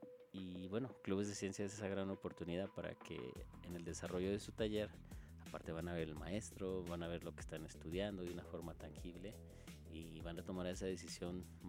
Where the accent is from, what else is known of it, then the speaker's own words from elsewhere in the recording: Mexico; nosotros como mexicanos